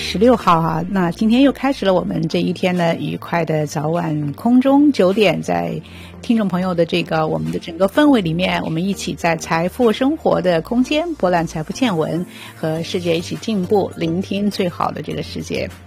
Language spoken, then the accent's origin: Chinese; China